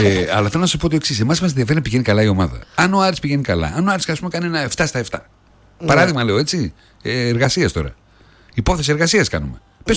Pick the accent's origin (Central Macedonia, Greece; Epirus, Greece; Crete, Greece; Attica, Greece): Central Macedonia, Greece; Εμείς είμαστε, λέω, από τη Χαλκιδική.